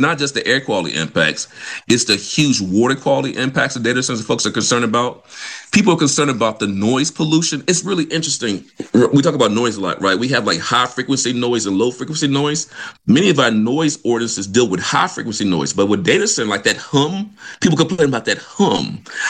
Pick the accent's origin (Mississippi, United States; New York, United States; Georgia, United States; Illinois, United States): Mississippi, United States; Vicksburg; Like, I'm from Mississippi, so I'm from Vicksburg.